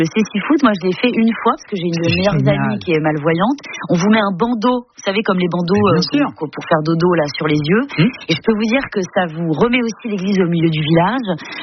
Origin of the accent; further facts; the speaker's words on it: Brittany, France; comme chez moi en Bretagne